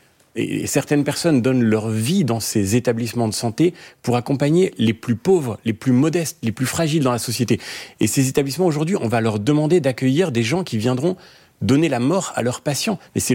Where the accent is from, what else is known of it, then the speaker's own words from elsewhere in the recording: France; et nous sommes Français collectivement engagés derrière ce choix